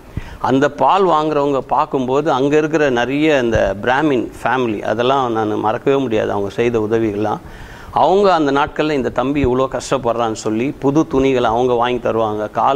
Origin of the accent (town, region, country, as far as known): Chennai, Tamil Nadu, India; born or raised there